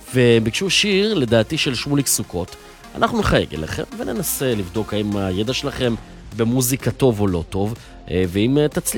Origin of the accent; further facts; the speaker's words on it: Modi'in Illit, Judea and Samaria Area, Israel; born there; עיר הולדתי, אם תרצה. אני הולך להגיע לשם.